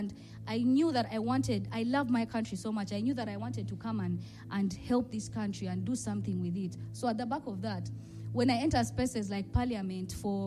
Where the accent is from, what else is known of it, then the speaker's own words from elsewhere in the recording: Soroti, Eastern Region, Uganda; I grew up in Soroti.